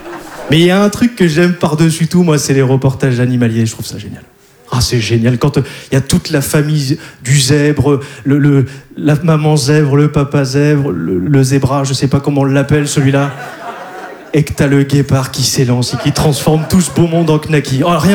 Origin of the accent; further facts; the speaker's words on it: Hauts-de-France, France; Je vous l'ai dit tout à l'heure, je ne sais pas si je vous l'ai dit, mais moi je viens du Nord.